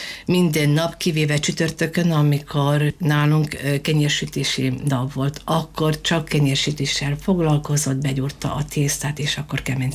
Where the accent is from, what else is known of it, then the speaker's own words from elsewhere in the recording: Dobrovnik, Prekmurje, Slovenia; Dobronakon születtem, ott is töltöttem a gyermekévemet.